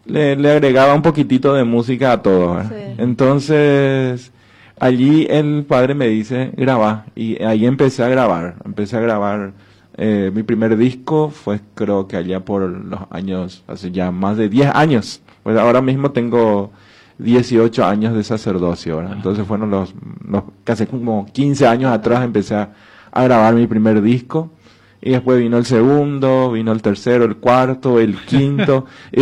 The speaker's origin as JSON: {"language": "Spanish", "town": "Pedro Juan Caballero", "region": "Amambay", "country": "Paraguay", "tie": "born or raised there", "said": "yo soy de Pedro Juan Caballero"}